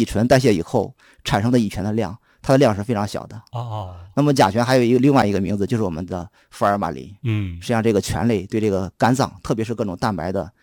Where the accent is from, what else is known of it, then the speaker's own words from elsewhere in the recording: Shandong, China; 那么我老家山东是被誉为这个食物中毒率发生率最高的省份